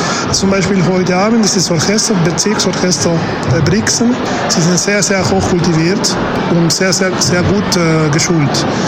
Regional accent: Argentina; now in France; Ich komme aus Argentinien und wir haben die Tradition von Italien übernommen.

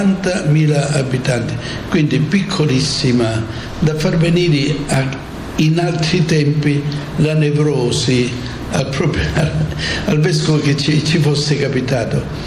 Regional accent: Santa Severina, Calabria, Italy; perché da bambino sono cresciuto a Santa Severina.

